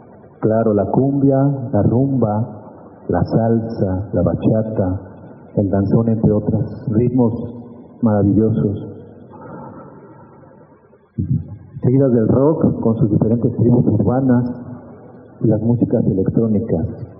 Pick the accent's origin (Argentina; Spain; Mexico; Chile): Mexico